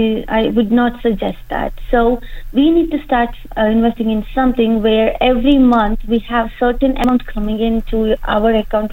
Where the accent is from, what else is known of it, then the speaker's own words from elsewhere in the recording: India; moved away; I'm an Indian